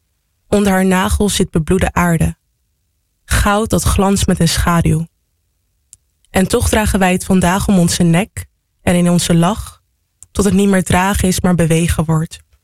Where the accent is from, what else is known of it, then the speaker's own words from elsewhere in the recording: The Hague, South Holland, Netherlands; Ik ben hier geboren in Nederland, geboren en getogen Haagenees. Maar beide mijn ouders komen uit Suriname.